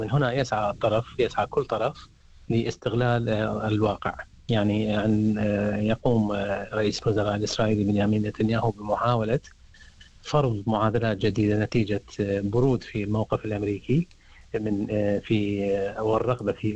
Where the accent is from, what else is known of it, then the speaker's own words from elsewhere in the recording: Iraq; طبعا مثل ما تعرفين يعني كعراقيين احنا حسب أنه العراق وقع يعني في الفخ الكماشة